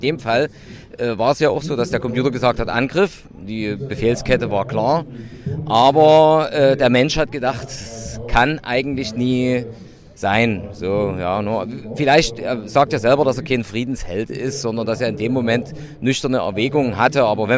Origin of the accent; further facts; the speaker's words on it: Dresden, Saxony, Germany; ich komme aus Dresden.